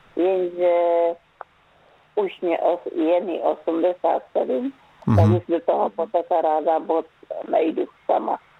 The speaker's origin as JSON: {"language": "Czech", "town": "Liptovský Mikuláš", "region": "Žilina Region", "country": "Slovakia", "tie": "born or raised there", "moved": "yes", "lives_now": "Plzeň, Czechia", "said": "Vyrůstala jsem v Litovské Mikuláši. Nádherné místo. Město úplně otočené s takovým vědečkem hor."}